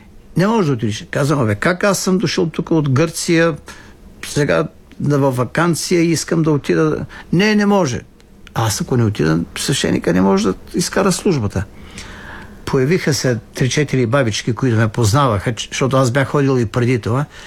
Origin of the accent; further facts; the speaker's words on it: Haskovo, Haskovo Province, Bulgaria; аз в Хасково, откъдето съм роден, живях до 58-ма година, тогава отидох в семинарията.